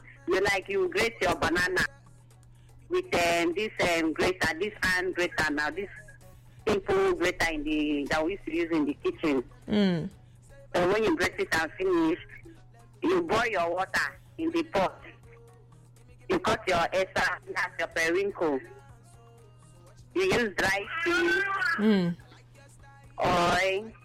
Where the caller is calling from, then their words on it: Akwa Ibom, Nigeria; I'm calling from Akwa Ibom State.